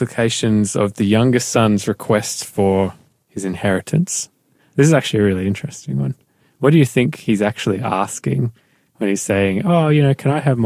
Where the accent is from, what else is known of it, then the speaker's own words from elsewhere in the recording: Newcastle, New South Wales, Australia; now in Melbourne, Australia; And when I'm in Australia … from Melbourne. Although usually I say, I'm from Newcastle, because that's kind of my cultural identity as well.